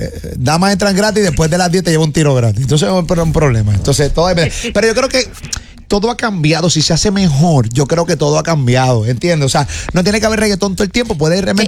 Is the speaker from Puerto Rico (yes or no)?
yes; Puerto Rico; nosotros somos la tierra de reggaetón